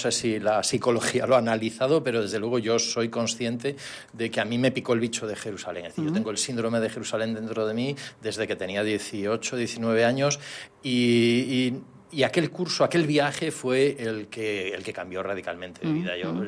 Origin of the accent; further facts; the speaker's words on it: Galicia, Spain; now in Mallorca, Spain; yo soy del norte de Galicia, de tierra de marinos, y por tanto, pues aquí en Mallorca estoy encantado, que estoy como en mi tierra